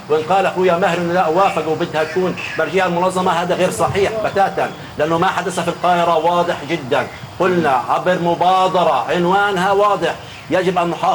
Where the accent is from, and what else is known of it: Palestine